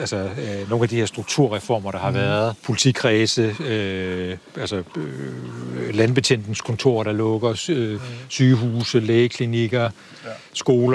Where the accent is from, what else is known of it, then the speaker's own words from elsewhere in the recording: North Denmark Region, Denmark; also born or lived in south of Aarhus; now in Copenhagen, Denmark; Jeg er vokset op i Himmerland. Og har boet syd i en lille landsby syd for Aarhus, og nu bor jeg så i midten af København.